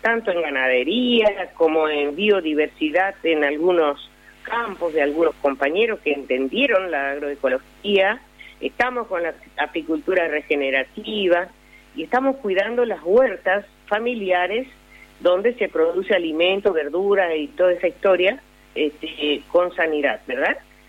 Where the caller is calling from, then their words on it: Gualeguaychú, Entre Ríos, Argentina; acá en la provincia de Entre Ríos, de donde estoy hablando